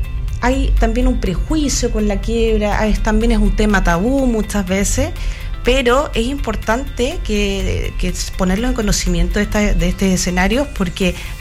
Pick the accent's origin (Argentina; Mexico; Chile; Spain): Chile; Los Ángeles, Biobío; born there; also born or lived in Santiago, Chile; Mira, yo soy nací en Santiago, pero vivo en Los Ángeles desde sexto básico.